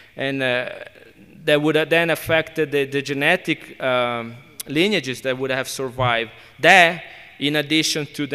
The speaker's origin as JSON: {"language": "English", "country": "Italy", "moved": "yes", "lives_now": "Utah, United States", "said": "I'm from Italy, and I can go back with my paternal line genealogy for until 1600."}